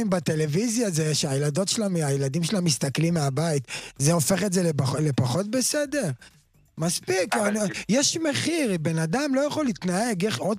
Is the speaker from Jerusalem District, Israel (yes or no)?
yes; Beit Shemesh, Jerusalem District, Israel; אצלנו בבית שמש